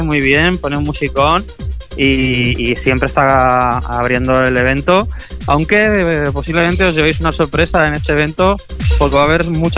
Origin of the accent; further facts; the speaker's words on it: Toledo, Castilla-La Mancha, Spain; yo soy de Toledo